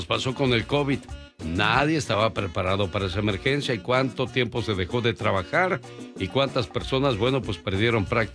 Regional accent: Michoacán, Mexico; moved away; un día salí de Michoacán, pero Michoacán nunca salió de mí.

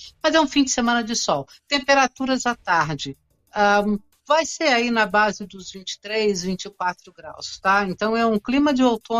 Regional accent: Rio de Janeiro, Brazil; você é mineira e eu sou do Rio de Janeiro, quase com pé em Minas.

